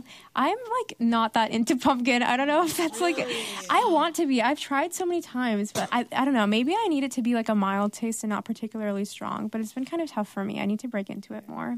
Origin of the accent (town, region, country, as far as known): Richmond, Virginia, United States; moved away as an adult; now in Williamsburg, United States